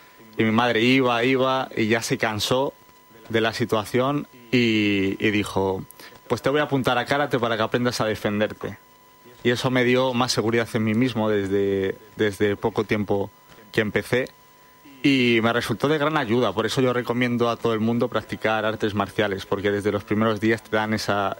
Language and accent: Spanish; Valladolid, Castile and León, Spain; born there; Pues yo nací en Valladolid y fue a los 8 o 9 años más o menos de edad.